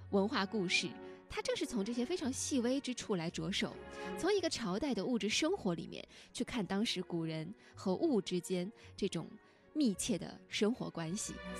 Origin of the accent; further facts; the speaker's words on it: China; 我们中国人